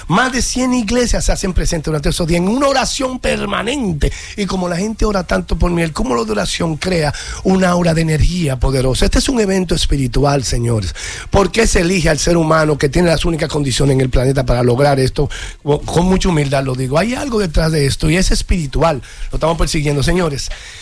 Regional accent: Dominican Republic

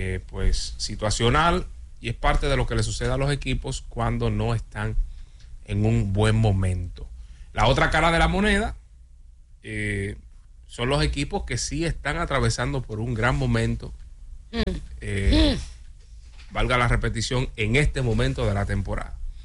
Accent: Dominican Republic; desdichosamente para nosotros como dominicanos, se nos fue removida la medalla de oro.

